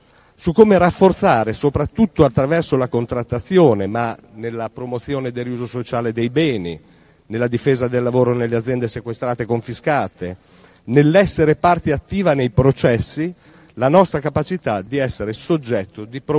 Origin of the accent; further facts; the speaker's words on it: Bologna, Emilia-Romagna, Italy; io sono bolognese, emiliano romagnolo, per cui la conosco purtroppo molto bene